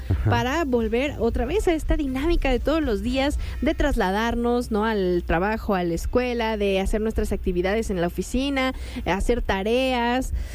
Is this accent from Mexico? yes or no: yes; State of Mexico, Mexico; Como lo platicamos, quienes venimos del Estado de México, sí se convierte en como si de pronto tomáramos un autobús hacia Hidalgo